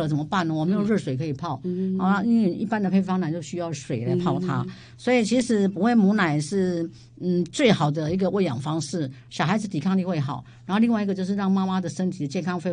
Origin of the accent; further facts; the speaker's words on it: Taiwan; 那因为我们台湾人比较保守嘛